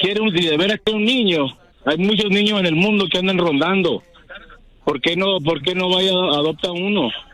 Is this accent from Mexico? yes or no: yes; Sonora, Mexico; Puro Sonora, mi viejo. Puro Yaqui.